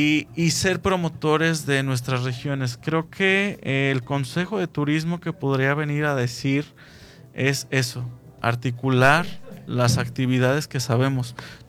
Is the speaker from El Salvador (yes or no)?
no; Guadalajara, Jalisco, Mexico; now in Argentina; porque precisamente es mi tierra, de ahí vengo, de Guadalajara.